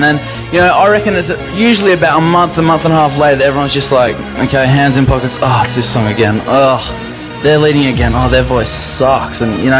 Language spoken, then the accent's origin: English; Sydney, New South Wales, Australia; moved away; I'm from Australia, from Sydney